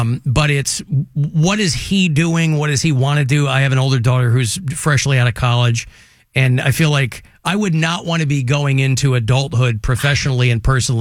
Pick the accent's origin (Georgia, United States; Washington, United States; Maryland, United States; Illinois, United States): Illinois, United States; Chicago; I'm from Chicago.